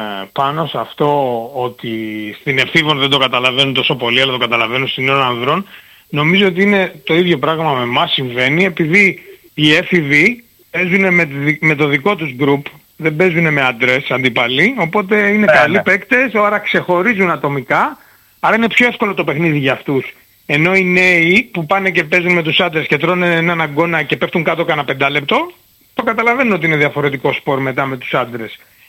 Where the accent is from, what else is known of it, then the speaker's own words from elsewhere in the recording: Greece; Και για μας και σαν Έλληνες